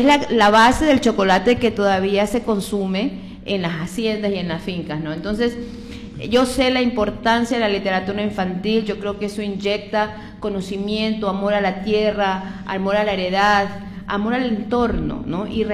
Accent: Manta, Manabí, Ecuador; Yo soy de Manta, chola, crecí frente al mar en Tarqui. Yo me orgullezco de la ADN indígena ancestral que está en mí

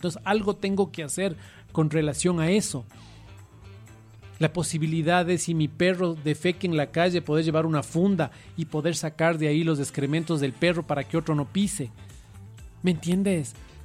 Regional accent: Quito, Pichincha, Ecuador; yo nací aquí, pero que nacer aquí no me da privilegio de nada, que soy tan ecuatoriano como el resto, que debo velar por las necesidades de los demás, que debo preocuparme porque quiteño como soy

